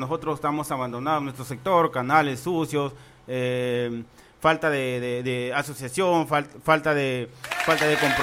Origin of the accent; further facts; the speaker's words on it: Túcume, Lambayeque, Peru; Yo vengo de allá de Pocitos, del sector Bella Lidia, Pocitos, Bimbela, Reynosa, La Arena.